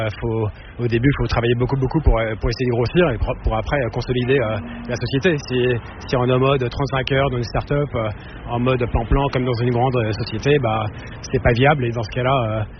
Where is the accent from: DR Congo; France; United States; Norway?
France; maintenant, on est devenu assez pauvre, voilà, en tant que Français.